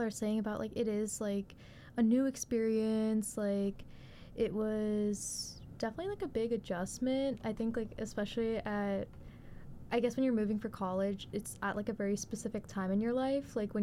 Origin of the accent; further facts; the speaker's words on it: Houston, Texas, United States; moved away as an adult; now in Austin, United States; I'm from Houston for context